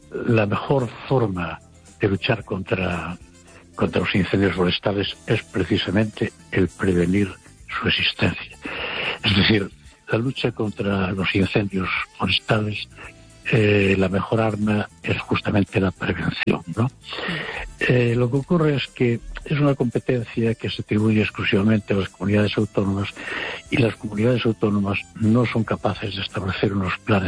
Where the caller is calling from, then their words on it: Madrid, Community of Madrid, Spain; de Madrid.